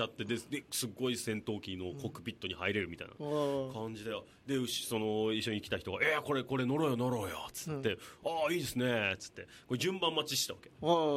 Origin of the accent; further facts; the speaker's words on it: Okinawa, Japan; 俺もはね、40年おっ沖縄出身ですって言ってきながら